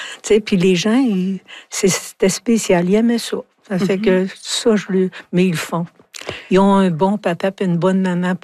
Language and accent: French; Quebec, Canada; Mais tu sais, je viens de l'Abitibi.